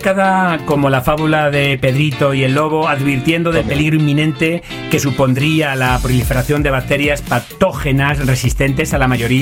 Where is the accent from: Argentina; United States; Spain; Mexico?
Spain; Esparragalejo, Extremadura; Esparragalejo. Eso es primicia mundial, que es mi pueblo